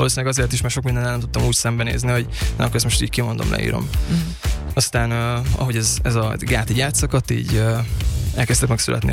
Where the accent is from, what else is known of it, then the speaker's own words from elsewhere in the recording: Nyíregyháza, Szabolcs-Szatmár-Bereg, Hungary; moved away; Igen, nyíregyházi vagyok